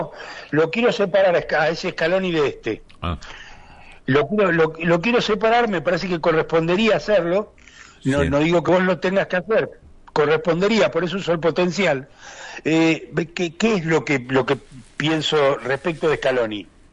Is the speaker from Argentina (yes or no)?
yes; Argentina